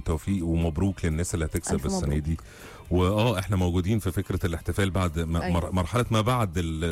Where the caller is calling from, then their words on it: Cairo, Cairo Governorate, Egypt; وبسمعكم من القاهره وفعلا معاكم في السكه.